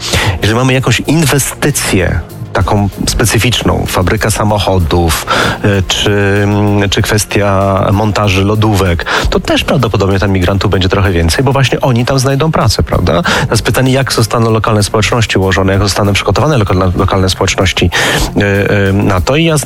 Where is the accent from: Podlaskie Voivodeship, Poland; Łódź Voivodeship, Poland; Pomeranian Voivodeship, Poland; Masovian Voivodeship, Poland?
Masovian Voivodeship, Poland; Warsaw; ja obydwa jesteśmy z Warszawy